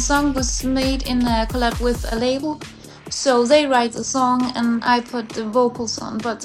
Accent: Denmark; I'm a pop artist, and even I'm from Denmark

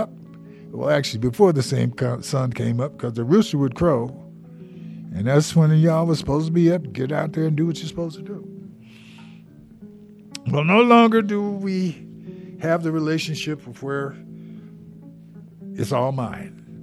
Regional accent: United States; I say we because I'm American.

